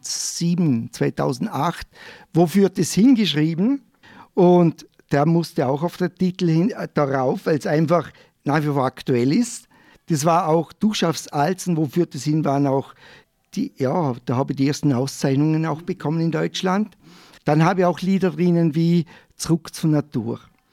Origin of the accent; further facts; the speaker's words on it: Vorarlberg, Austria; ich komme ja auch aus Vorarlberg